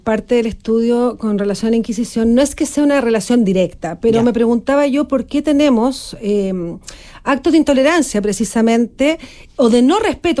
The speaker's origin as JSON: {"language": "Spanish", "country": "Chile"}